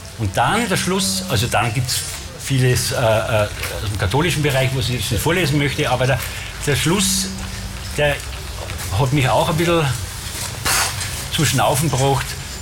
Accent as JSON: {"language": "German", "town": "Bramberg", "region": "Salzburg", "country": "Austria", "said": "Eines der Beispiele ist aus Bramberg, wo ich herkomme, die Anna Meilinger."}